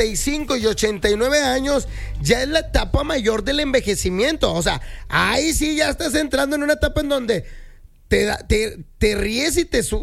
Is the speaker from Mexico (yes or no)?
yes; San Nicolás de los Garza, Nuevo León, Mexico; Yo soy de San Nicolás